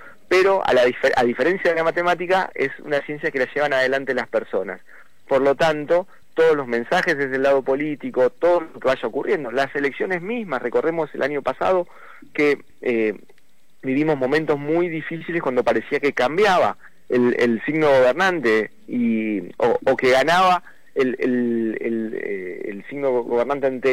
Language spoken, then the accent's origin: Spanish; Rafaela, Santa Fe, Argentina; como rafaelinos y como argentinos